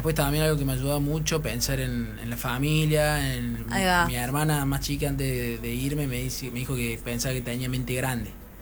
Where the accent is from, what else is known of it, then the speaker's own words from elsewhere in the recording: Argentina; soy Argentina